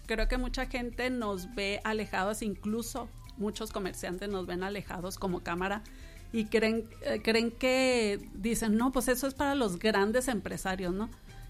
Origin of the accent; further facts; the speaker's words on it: Mexico; Y como buenos mexicanos, pues festejando.